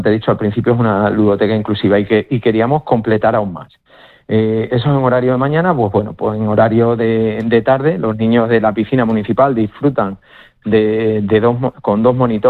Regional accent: Moraleja, Extremadura, Spain; cuando hablo de Moraleja, siempre me gusta hablar de mi comarca, de la Sierra de Gata, somos 19 pueblos que estamos sufriendo muy mucho la despoblación.

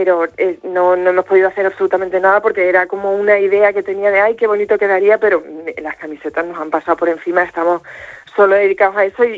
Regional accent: Badajoz, Extremadura, Spain; concedieran la medalla de Badajoz.

